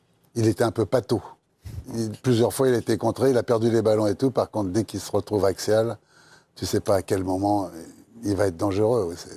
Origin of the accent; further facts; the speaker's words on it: France; also born or lived in Congo; c'est vrai que quand on est français